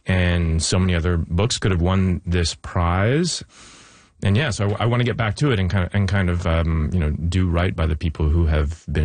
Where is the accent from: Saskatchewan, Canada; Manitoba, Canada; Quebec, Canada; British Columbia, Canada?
British Columbia, Canada; New Westminster; I'm from New Westminster, British Columbia.